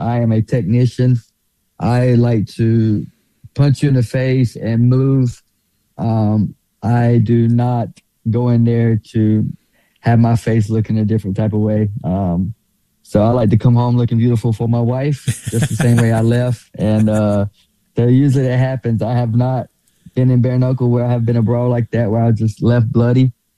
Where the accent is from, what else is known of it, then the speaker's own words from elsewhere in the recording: Pembroke, North Carolina, United States; I grew up in Pembroke, North Carolina. It's pretty rough. It's still rough.